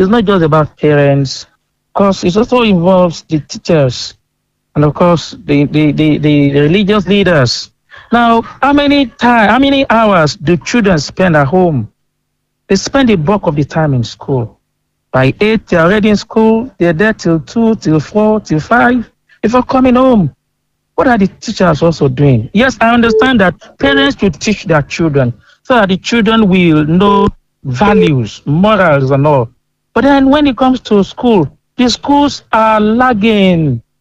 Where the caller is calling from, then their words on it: Akure, Ondo, Nigeria; I'm calling from Akure.